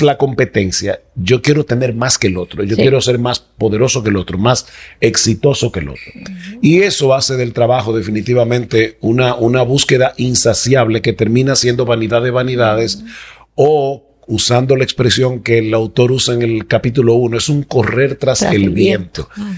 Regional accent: San Juan de la Maguana, San Juan, Dominican Republic; cuando yo era pequeño, en el pueblo donde yo nací, en San Juan de la Maguana

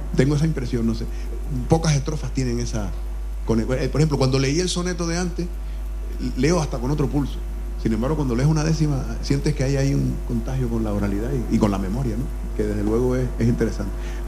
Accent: Artenara, Canary Islands, Spain; estudiantes de cuarto de carrera, unos compañeros míos, entre los que está José Miguel Pereira, estuvo por mi pueblo de Artenara

